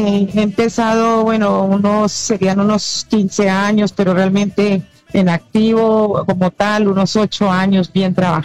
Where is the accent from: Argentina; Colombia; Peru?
Colombia; now in Madrid, Spain; esa música que nos identifica como colombianos